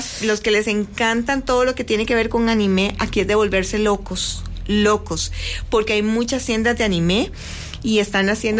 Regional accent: Costa Rica; los ticos somos muy impuntuales

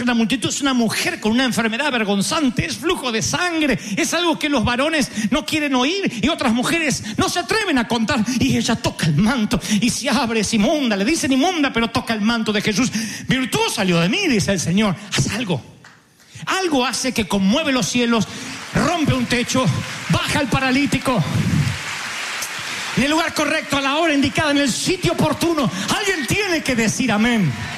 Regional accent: Argentina

